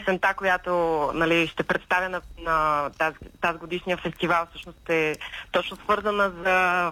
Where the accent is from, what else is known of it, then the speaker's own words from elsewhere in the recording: Sofia, Sofia City, Bulgaria; born there; Родена съм в София, но имам корени от село Долен, Гоце Делчевско, майка ми е от Банско.